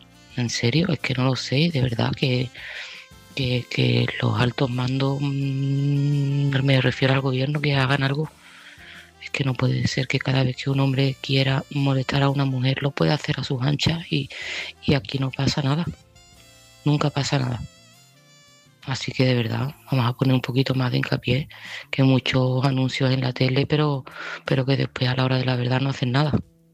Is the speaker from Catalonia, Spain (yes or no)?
no; Seville, Andalusia, Spain; de Sevilla y este mensaje va para Ángeles.